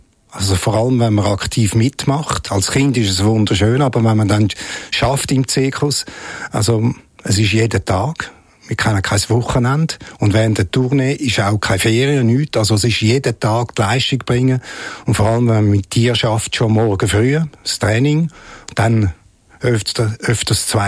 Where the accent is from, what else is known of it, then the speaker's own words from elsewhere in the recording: Rapperswil, St. Gallen, Switzerland; Da bin ich in Rapperswil aufgewachsen und habe dort Schule gemacht.